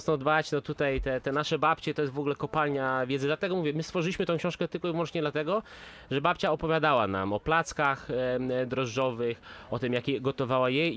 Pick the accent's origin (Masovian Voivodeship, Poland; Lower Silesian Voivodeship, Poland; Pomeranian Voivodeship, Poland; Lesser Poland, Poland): Masovian Voivodeship, Poland; to jest bardzo charakterystyczne dla właśnie południowo-wschodniego Mazowsza tutaj ta nasza sójka